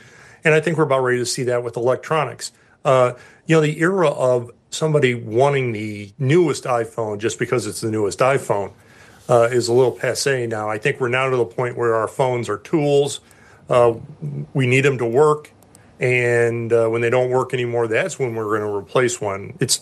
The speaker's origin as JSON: {"language": "English", "region": "Kansas", "country": "United States", "tie": "born or raised there", "moved": "yes", "lives_now": "Chicago, United States", "said": "I was born and raised in Kansas."}